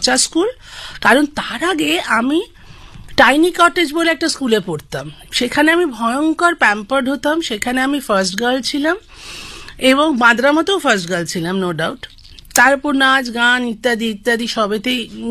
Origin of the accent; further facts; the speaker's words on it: Kolkata, West Bengal, India; Doctor ঢোল তার হাতে আমি জন্মেছিলাম, কিন্তু মা বাবা তখন থাকতেন লেক মার্কেটে, কিন্তু ওই মামার বাড়িতে হব বলে শ্যামবাজার চলে আসে, আর ওই থেকেই শ্যামবাজার আমার সঙ্গে একদম অষ্টপৃষ্ঠে জড়িয়ে গেল।